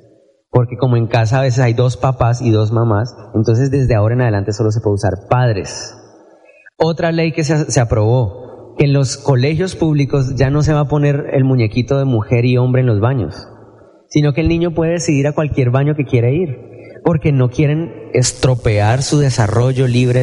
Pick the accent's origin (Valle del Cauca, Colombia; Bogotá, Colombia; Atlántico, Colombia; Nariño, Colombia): Valle del Cauca, Colombia; Cali; Los cristianos somos primero de Dios y después colombianos, primero de Dios y después caleños.